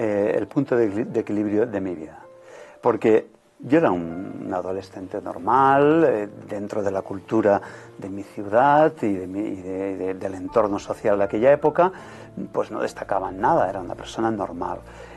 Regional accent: Fraga, Aragon, Spain; born there; yo nací en Fraga, provincia de Huesca, en un pueblo de Buenafruta.

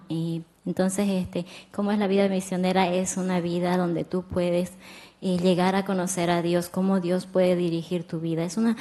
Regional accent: Bolivia; yo soy boliviana, soy de Bolivia y estoy aquí en la Red de Venir fija desde hace 3 meses

